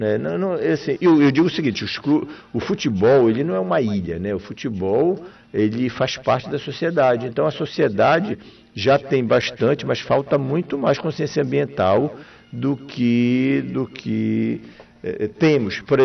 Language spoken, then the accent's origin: Portuguese; Curuçá, Pará, Brazil; now in Belém, Brazil; nós somos de Curuçá, meu pai vinha assistir os jogos com meus irmãos mais velhos aqui em Belém e voltava para Curuçá, né?